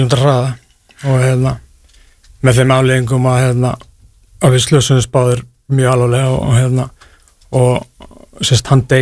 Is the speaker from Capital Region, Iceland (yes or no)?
no; Akranes, Western Region, Iceland; Ég kem frá Akranesi og það gerist það Akranesi sem er lítið hérna, samfélag sko.